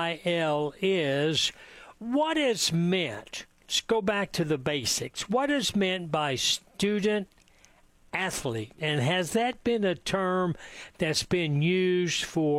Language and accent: English; Norman, Oklahoma, United States; I grew up in Norman, and then I watched the news, and I'm a Sooner through and through.